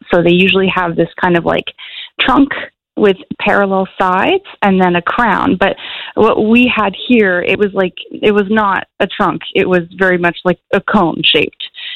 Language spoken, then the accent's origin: English; Ontario, Canada; moved away as an adult; now in Newfoundland and Labrador, Canada; I'm originally from Ontario